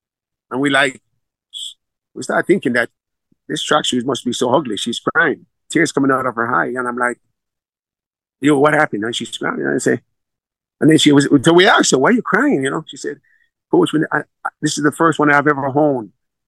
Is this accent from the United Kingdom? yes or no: no; Jamaica; I'm from Jamaica. I know you guys love Curry Goat